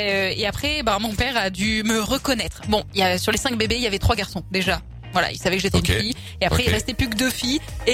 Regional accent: Cayenne, French Guiana; born there; Je suis née à Cayenne, en Guyane.

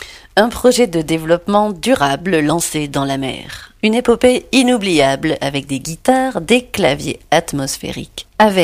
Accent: France; accent: French; avec mon accent totalement français

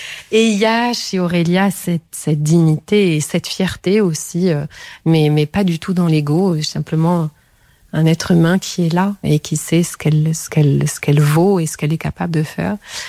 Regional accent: Belgium; Moi, je suis belge

